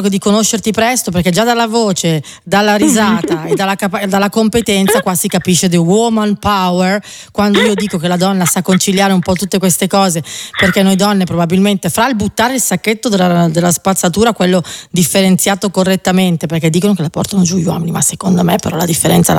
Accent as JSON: {"language": "Italian", "region": "Lombardy", "country": "Italy", "said": "Lo dico da lombarda, noi non"}